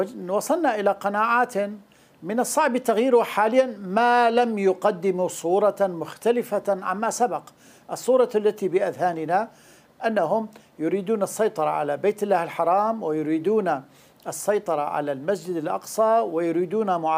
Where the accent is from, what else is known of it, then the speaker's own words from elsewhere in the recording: Syria; نحن كسوريين وكعرب وكمسلمين